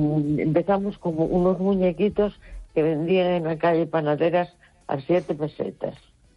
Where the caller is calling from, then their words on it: A Coruña, Galicia, Spain; de La Coruña.